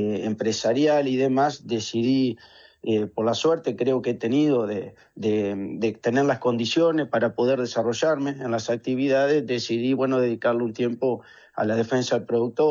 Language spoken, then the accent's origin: Spanish; Gualeguay, Entre Ríos, Argentina; yo soy de Gualeguay, nacido y criado ahí. Me crié en todo lo que es el grupo La Conchera S.A., que dirigía mi tía Sarita